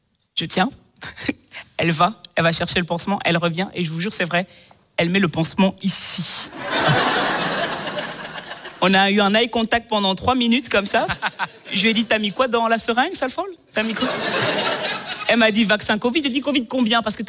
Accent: Belgium; moi je suis belge. Ok, ma famille est française

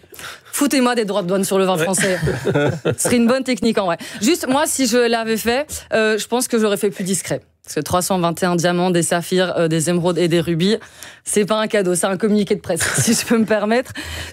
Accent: Lebanon; je suis libanaise.

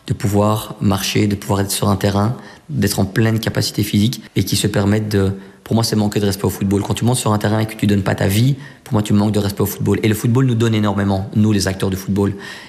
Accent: Belgium; Belgique, c'est mon pays. J'y suis né, j'ai vécu toute ma vie. Je suis belge, 100%. Mais mes origines sont espagnoles et italiennes.

